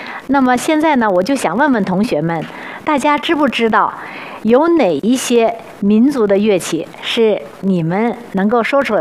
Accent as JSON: {"language": "Chinese", "region": "Inner Mongolia", "country": "China", "tie": "born or raised there", "said": "那么我从小的时候呢，也是听着音乐长大的，因为我的家乡在内蒙古，所以呢，我会"}